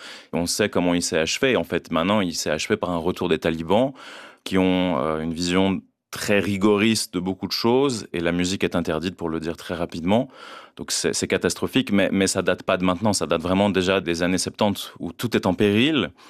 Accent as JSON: {"language": "French", "country": "Switzerland", "tie": "born there", "said": "quand moi je suis né en Suisse"}